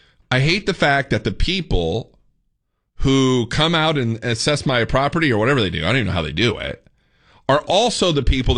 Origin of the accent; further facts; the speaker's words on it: Northern United States, United States; Once again, I'm a transplant. I'm a Yankee. I came from the North. I say that with pride. I mean, I love Texas. I'm never leaving, ladies and gentlemen.